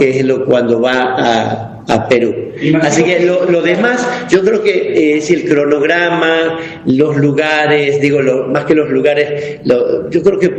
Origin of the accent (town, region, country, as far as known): Argentina